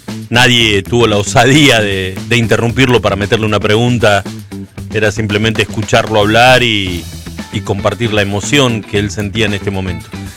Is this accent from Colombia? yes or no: no; Argentina; conociéndonos como somos los argentinos